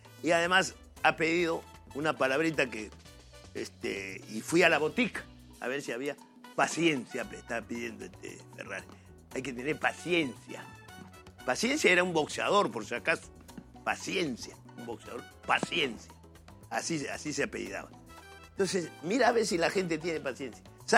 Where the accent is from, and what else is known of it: Peru